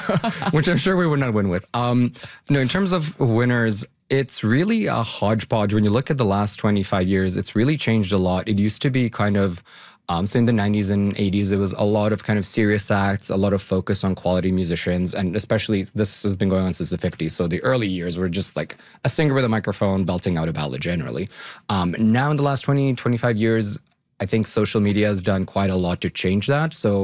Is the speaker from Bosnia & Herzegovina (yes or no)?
yes; Bosnia & Herzegovina; So I was born and raised in Bosnia, Herzegovina, and it's a formerly war-torn country.